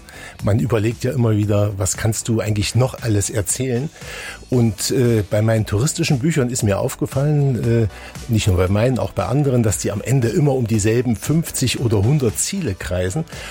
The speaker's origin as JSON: {"language": "German", "region": "Thuringia", "country": "Germany", "tie": "born or raised there", "said": "ich bin geborener Thüringer, ich bin hier aufgewachsen und seit 1990 als Journalist im Land unterwegs."}